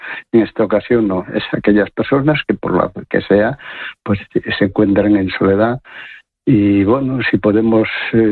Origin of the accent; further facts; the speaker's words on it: Galicia, Spain; now in Oviedo, Spain; Como gallegos residentes aquí en Oviedo